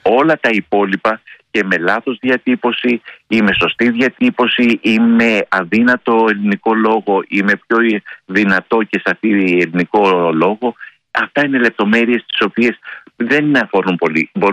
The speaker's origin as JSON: {"language": "Greek", "country": "Greece", "said": "στη δικιά μας συνείδηση, αυτό είναι στη δικιά, στο δικό μας το πετσί σαν Έλληνες."}